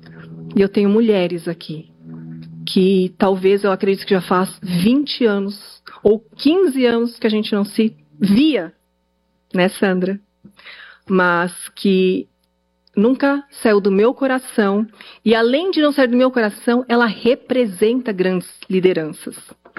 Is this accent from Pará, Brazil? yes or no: no; Diadema, São Paulo, Brazil; eu cresci em Diadema, né, e eu falo a periferia de São Paulo, região sul, mas a periferia de São Paulo.